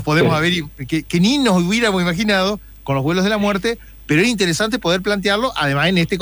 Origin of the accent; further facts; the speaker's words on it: Gualeguay, Entre Ríos, Argentina; yo soy de Gualeguay